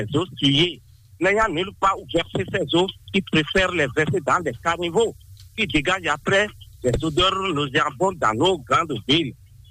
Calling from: Akassato, Atlantique, Benin; Je vous appelle de Jean-Claire-Ville d'Akassatou.

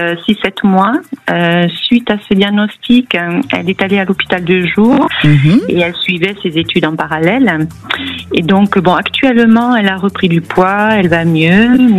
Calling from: Nouvelle-Aquitaine, France; J'appelle du Pays Basque.

